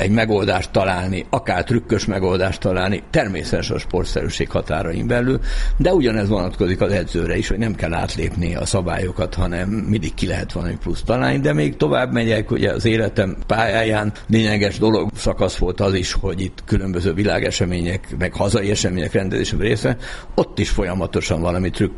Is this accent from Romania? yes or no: no; Agárd, Fejér, Hungary; also born or lived in Zugló, Budapest; Igen, hát én 4 éves voltam, amikor Zuglóból oda költöztünk, mert államos édesapám pékségét, és lementünk az agárdi házunkba.